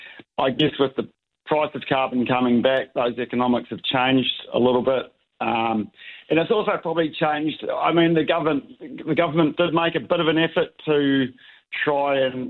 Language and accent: English; Gisborne, New Zealand; I grew up in Gisborne, but I've been away sort of actually a bit like you, Jamie.